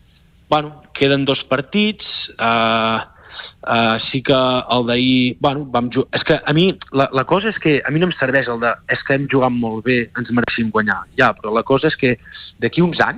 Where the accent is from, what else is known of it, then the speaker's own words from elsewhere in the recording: Girona, Catalonia, Spain; jo com a gironí, com a soci i aficionat del club, no vull que baixi